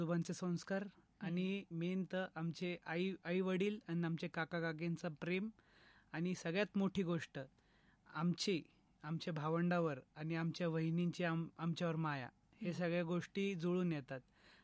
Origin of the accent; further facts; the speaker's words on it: Ahmednagar, Maharashtra, India; हो, मी नगरचा आहे.